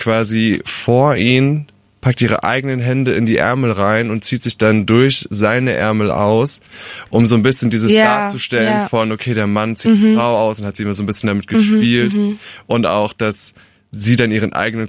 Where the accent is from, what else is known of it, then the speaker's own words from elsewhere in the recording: Rhineland-Palatinate, Germany; Aber wirklich winziges Dorf, 400 Einwohner, der kleine schwule Junge, der sich schminkt und halt immer der Outsider war.